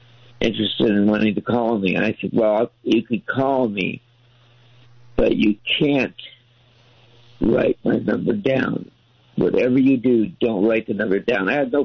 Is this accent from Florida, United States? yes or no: no; San Jose, California, United States; I said, oh … from San Jose.